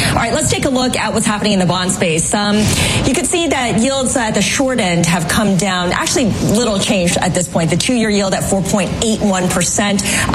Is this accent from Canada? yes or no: yes; Canada; moved away; Right. I'm Canadian, so I will say that having moved here and coming to learn about the cost of education